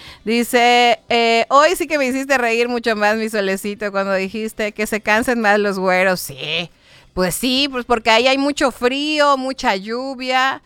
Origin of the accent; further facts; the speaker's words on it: Mexico; solo soy mexicana. Una mexicana que quiere ver ganar a la selección.